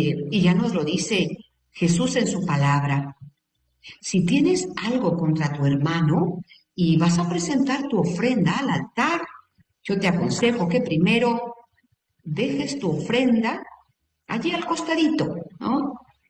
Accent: Guadalajara, Jalisco, Mexico; born there; now in Mexico City, Mexico; mi ciudad natal, hermosa, lo más mexicano de la República

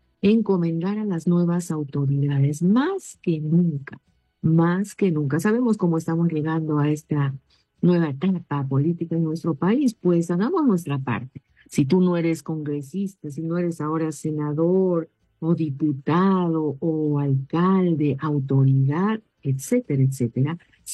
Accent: Peru; somos del Perú

